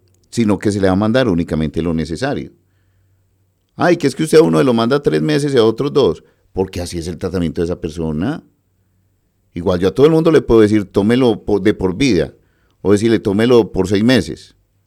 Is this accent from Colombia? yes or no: yes; Antioquia, Colombia; nosotros los antioqueños